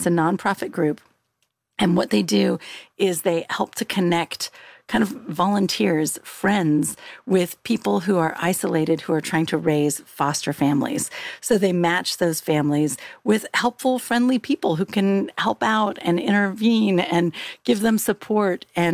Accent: California, United States; I grew up just outside of Lake County.

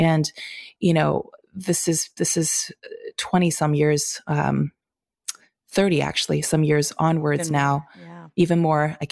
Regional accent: Urumqi, Xinjiang, China; moved away; my hometown of Urumqi

